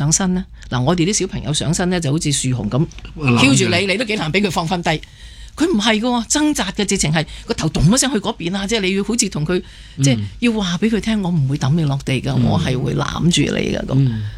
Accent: Hong Kong; 我唔係翻美國，我係香港人嚟嘅，

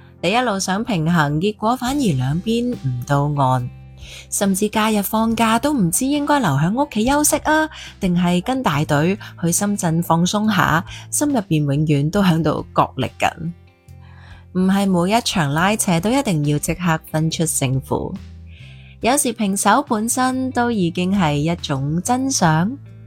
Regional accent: Hong Kong

